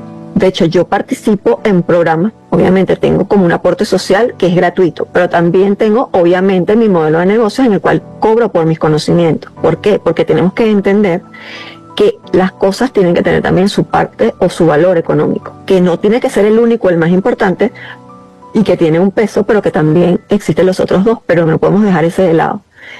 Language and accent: Spanish; Venezuela; mujeres que no están dentro de Venezuela, pero somos venezolanas.